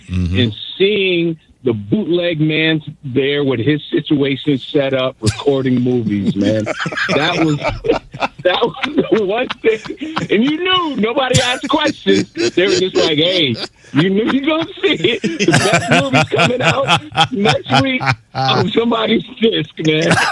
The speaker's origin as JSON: {"language": "English", "town": "Bridgeport", "region": "Connecticut", "country": "United States", "tie": "born or raised there", "said": "I grew up in Bridgeport, Connecticut"}